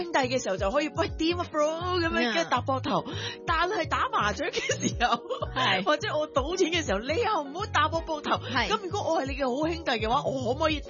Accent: Hong Kong; 我哋香港人

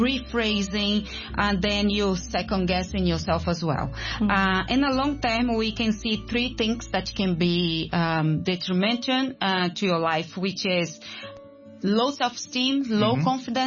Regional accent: Brazil; English is a second language; moved away as an adult; also born or lived in Spain / United Kingdom; I was born and raised in Brazil. Mm-hmm. I lived there for 19 years.

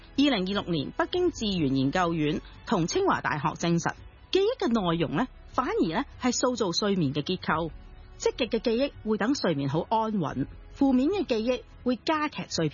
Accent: Hong Kong; 但係我真係覺得我哋香港人成日都唔係好想做呢樣嘢咧

